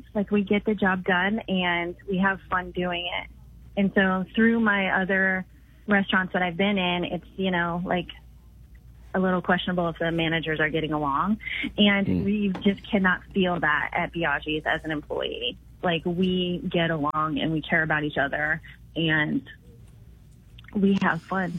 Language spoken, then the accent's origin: English; Champaign, Illinois, United States; also born or lived in Carbondale; Champaign is my home, and I love my hometown